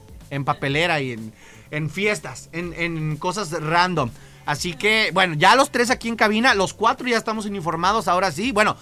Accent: Mexico; yo sí soy muy mexicano.

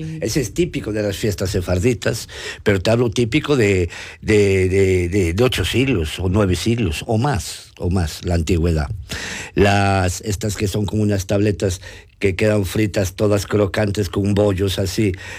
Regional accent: Ourense, Galicia, Spain; moved away as an adult; also born or lived in Canada / Colombia / Mexico; now in Ribadavia, Spain; llevaba realmente 14, casi 14 y medio, casi 15 años fuera de mi tierra, de España y de Galicia particularmente, y de mi Orense

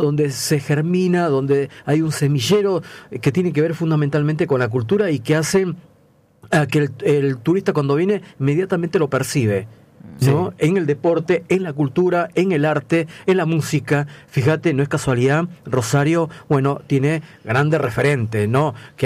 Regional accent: Peru; Del Perú.

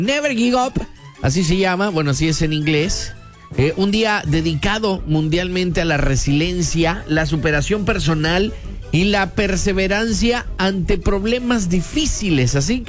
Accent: Mexico

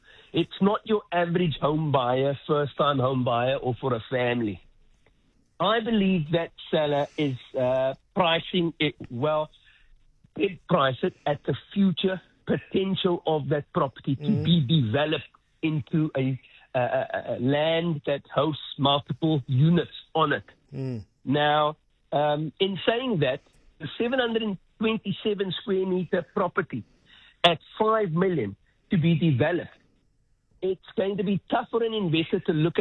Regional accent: Cape Town, Western Cape, South Africa; born there; also born or lived in Mitchell's Plain; We moved from Portland's Mitchell's Plain to Grassy Park, and that was in 1991.

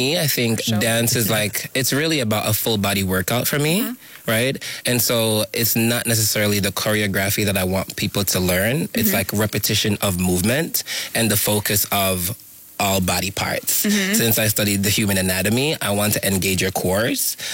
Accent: Jamaica; moved away; growing up in Jamaica, it was super hard because Jamaica's a homophobic society.

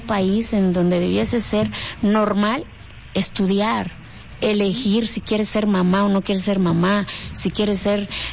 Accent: Mexico

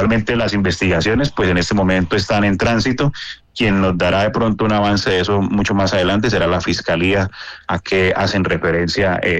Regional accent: Santander, Colombia; nosotros como santandereanos

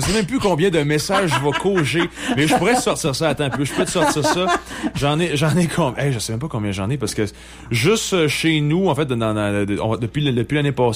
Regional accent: La Malbaie, Quebec, Canada; Je viens de la Malbaie dans Charlevoix, puis c'est quelque chose que je tiens beaucoup. Mes racines sont très, très, très importantes pour moi.

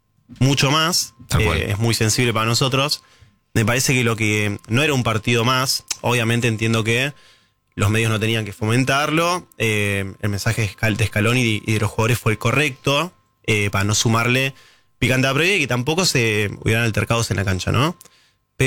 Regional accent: Río Grande, Tierra del Fuego, Argentina; soy de Río Grande, que es la capital nacional de la vigilia.

